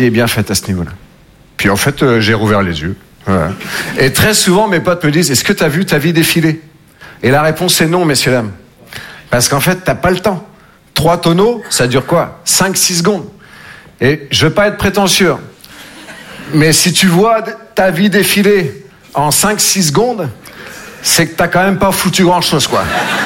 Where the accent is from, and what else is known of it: Nouvelle-Aquitaine, France